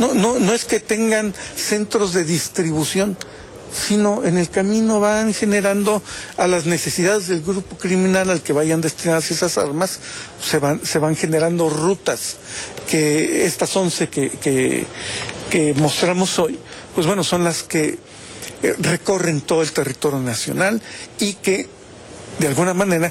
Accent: Mexico; Estamos perdiendo nuestra identidad, estamos perdiendo nuestro potencial como ciudadanos mexicanos.

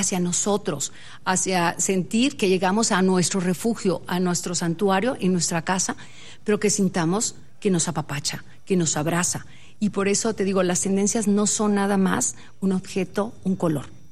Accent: Mexico; lo que somos nosotros los mexicanos.

